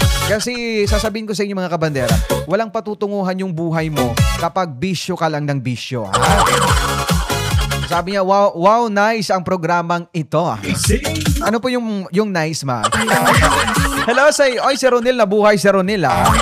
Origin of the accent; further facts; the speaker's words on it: Palapag, Eastern Visayas, Philippines; moved away; pag umuwi ako sa Palapag